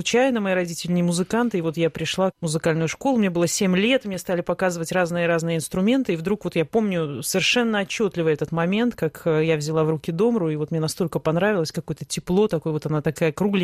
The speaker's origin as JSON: {"language": "Russian", "country": "Belarus", "said": "я тоже из Белоруссии"}